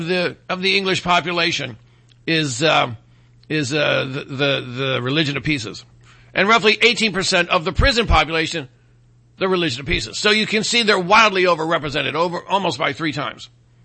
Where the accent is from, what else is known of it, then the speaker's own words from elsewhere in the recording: Michigan, United States; from my home state of Michigan.